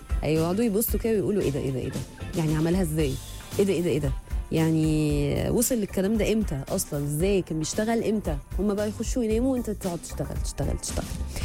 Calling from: Kuwait

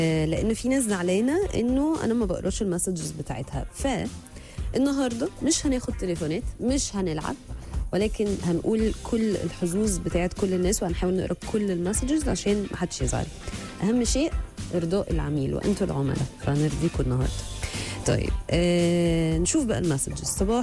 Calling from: Kuwait

